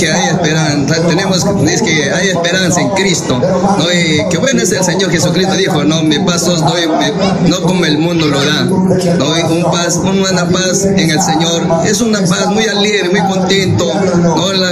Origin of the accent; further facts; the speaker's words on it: Huánuco, Peru; Bueno, venimos de la ciudad de Huánuco. Pertenecemos a la zona 119, San Luis Huánuco.